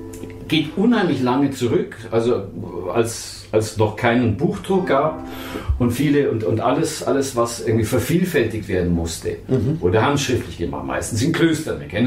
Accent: Kaltenberg, Bavaria, Germany; Ich bin in Kaltenberg aufgewachsen, in Kaltenberg, das Ritterturnier, es war schwer.

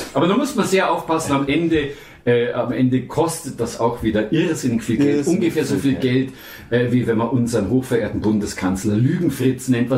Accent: Kaltenberg, Bavaria, Germany; Ich bin in Kaltenberg aufgewachsen, in Kaltenberg, das Ritterturnier

